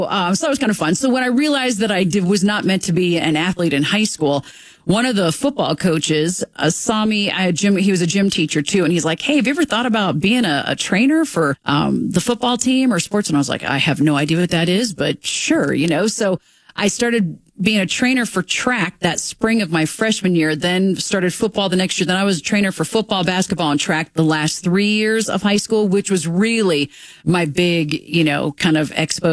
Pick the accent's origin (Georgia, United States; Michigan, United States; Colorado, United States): Colorado, United States; Broomfield; also born or lived in Denver; I grew up in Broomfield